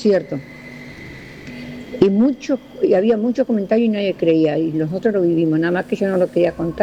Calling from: Argentina; Soy del Pompeya Sur.

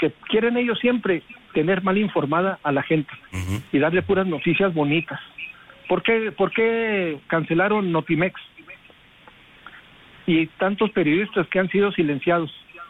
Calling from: Chihuahua, Mexico; como somos la gente de Chihuahua.

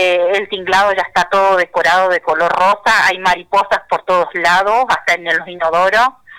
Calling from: Villa Ocampo, Santa Fe, Argentina; Buenas tardes … de Villa Ocampo les habla.

